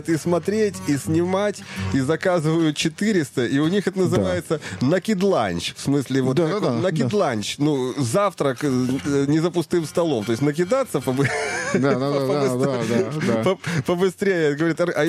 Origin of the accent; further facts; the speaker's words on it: Bohodukhiv, Kharkiv Oblast, Ukraine; accent: rural Bohodukhiv; now in Moscow, Russia; я не могу избавиться от своего колхозного богодуховского выговора.